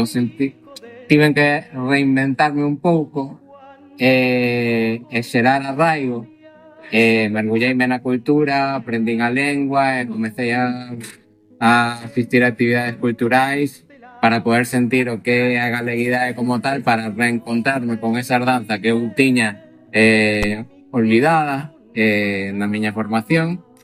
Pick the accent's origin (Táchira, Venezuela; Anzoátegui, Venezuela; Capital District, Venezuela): Capital District, Venezuela; Caracas; now in Lugo, Spain; O mi alter ego artístico es … porque vengo de Venezuela, de la ciudad de Caracas, pero llevo viviendo varios años aquí en Galicia, concretamente en la ciudad de Lugo.